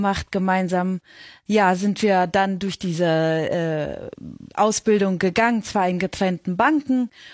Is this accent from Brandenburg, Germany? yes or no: no; Augustdorf, North Rhine-Westphalia, Germany; wir kommen hier aus Augsdorf, also gar nicht weit weg von Detmold, sind dort beide aufgewachsen, kennen uns auch beide schon von klein auf